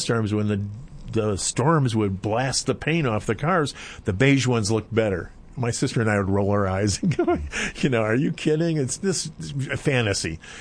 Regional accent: Chicago, Illinois, United States; When we were kids, my sister and I, my mom used to tell stories. And we grew up in Chicago.

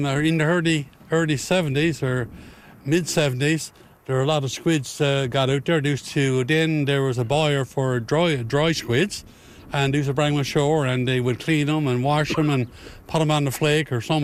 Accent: Change Islands, Newfoundland and Labrador, Canada; I live down on the east side, down in a harbour called Moorish Harbour.

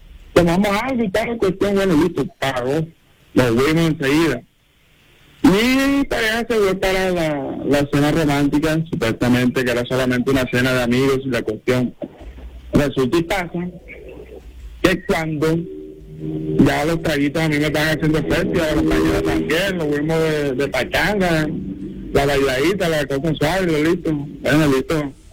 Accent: Bolívar, Colombia; now in Valle del Cauca, Colombia; O sea, yo vivo acá en el Valle, pero yo soy costeño. Pero en la región momposina.

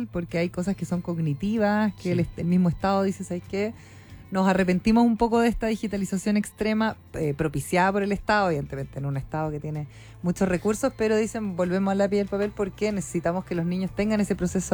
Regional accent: Osorno, Los Lagos, Chile; Mi tierra natal.

